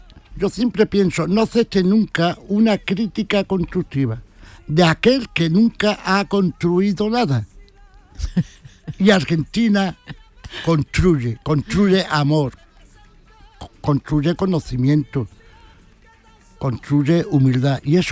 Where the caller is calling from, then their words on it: Jerez de la Frontera, Andalusia, Spain; soy de Jerez